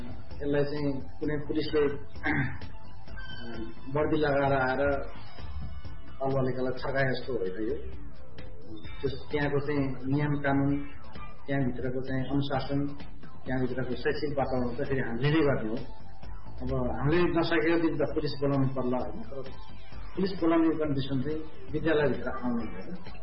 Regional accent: Gurung area, Nepal; accent: Gurung-influenced Nepali; first language Gurung; Nepali is a second language; मेरो मातृभाषा गुरुङ कारणले मेरो भाषामा बढी आकार प्रयोग हुन्छ, त्यसैले मैले बोल्दाखेरि पनि अलिअलि बिग्रिन्छ

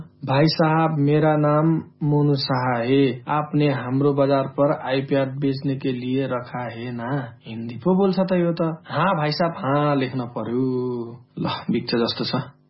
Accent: Kathmandu, Bagmati, Nepal; मैं काठमाडौँ से हूँ सर जी।

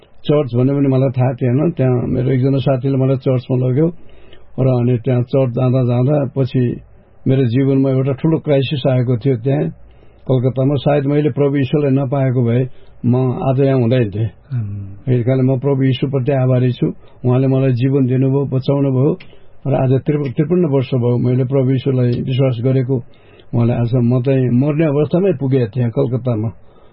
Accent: Jajarkot, Karnali Province, Nepal; now in Lalitpur, Nepal; मेरो घर जाजरकोट हो, पहिलाको घर, अहिले म ललितपुर बागडोलमा बस्छु, म र मेरो परिवार, पेसाले इन्जिनियर।

